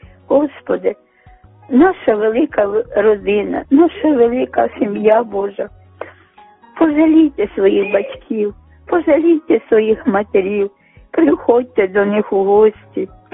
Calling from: Kyiv, Ukraine; я з Оболоні, з Києва.

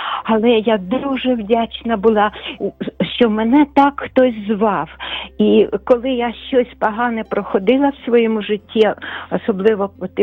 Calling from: Kharkiv, Kharkiv Oblast, Ukraine; я з Харкова

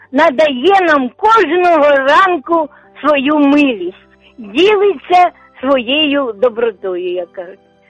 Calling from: Sumy Oblast, Ukraine; Я з Сумщини

